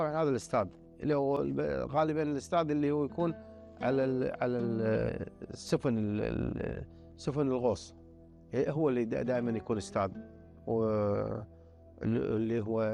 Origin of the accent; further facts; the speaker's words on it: Kuwait; عندنا بالكويت